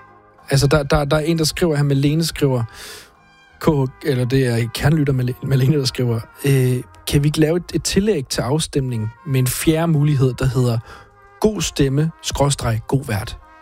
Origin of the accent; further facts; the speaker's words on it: Central Denmark Region, Denmark; accent: Jutlandic; moved away; jeg taler ude fra Westjylland, hvor jeg kommer fra.